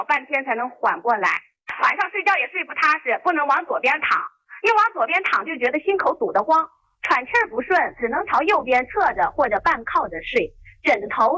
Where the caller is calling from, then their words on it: Yueyang, Hunan, China; 我是从湖南岳阳打过来的，今年63了。